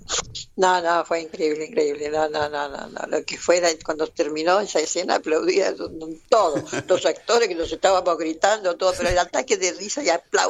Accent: Villa Ballester, Buenos Aires Province, Argentina; born there; a Villa Ballester, donde yo nací, estaban mi mamá, mi papá y mis hermanos. Nosotros somos 7 hermanos, yo soy la menor de 7.

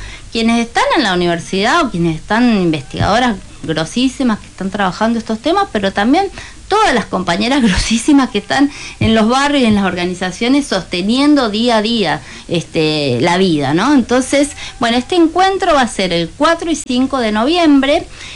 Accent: Mendoza, Argentina

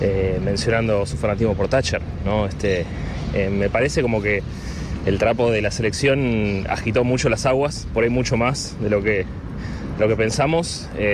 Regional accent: Caballito, Buenos Aires, Argentina; Soy acá de Caballito, soy empleado de tecnología y comunicador, actualmente desempleado.

